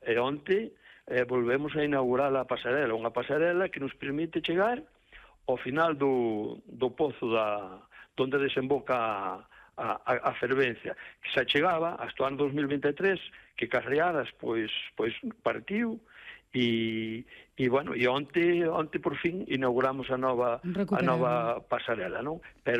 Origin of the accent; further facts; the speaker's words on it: Ézaro, Galicia, Spain; eu son o alcalde de Dumbría, pero son nativo do Ézaro. Eu vivín a miña xuventú ali no Ézaro, eu vivín a miña xuventú ali na desembocadura da cascada.